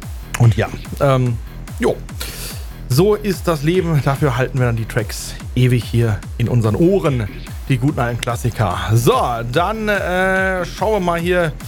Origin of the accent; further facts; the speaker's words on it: Castrop-Rauxel, North Rhine-Westphalia, Germany; schöne Grüße an den Jens in meine alte Heimat. Kastrop.